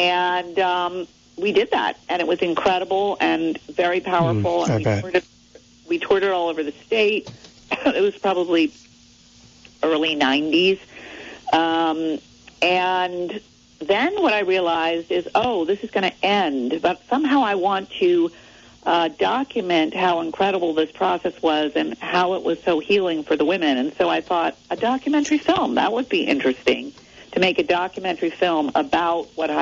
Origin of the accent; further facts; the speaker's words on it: Middlebury, Vermont, United States; I grew up in Middlebury, Vermont. My dad was the dean of Middlebury College